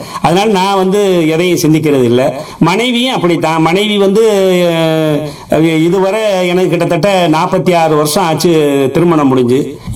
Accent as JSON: {"language": "Tamil", "town": "Pamban", "region": "Tamil Nadu", "country": "India", "tie": "born or raised there", "said": "நான் பிறந்தது வளர்ந்தது எல்லாமே ராமேஸ்வரம் தீவு தானே, என் பாட்டையும் பூட்டையும் முப்பாட்டையும் எல்லாமே ராமேஸ்வரத்துல தான், பாமன்ல தான் பிறந்தோம், ஒரே தெருல தான் பிறந்தோம், இடமும் ஒரே இடம் தான்."}